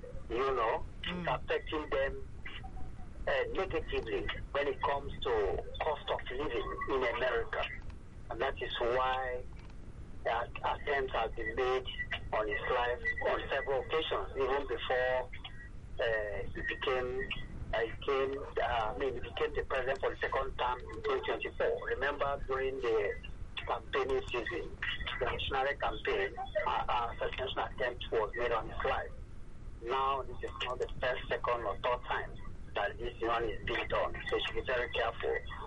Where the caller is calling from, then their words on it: Nigeria; I'm calling from Abanoja in Ikoto.